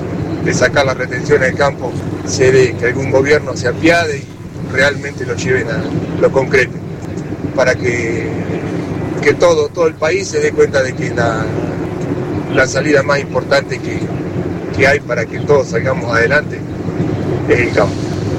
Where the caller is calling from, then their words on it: Tapalqué, Buenos Aires Province, Argentina; de Tapaiqué.